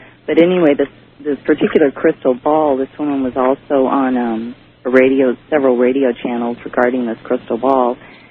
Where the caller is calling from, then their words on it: San Gabriel Valley, California, United States; I'm calling from the San Gabriel Valley in California.